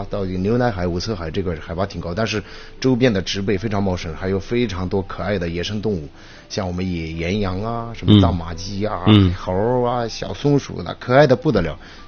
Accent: Sêrxü County, Sichuan, China; 我老家石渠在最北端，

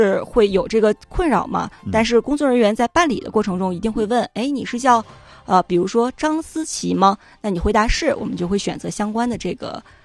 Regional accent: China; 当然我们中国人呢

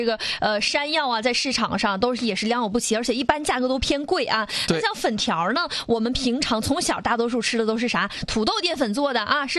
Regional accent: Northeast China, China; 因为我们东北人特别喜欢吃炖菜嘛，

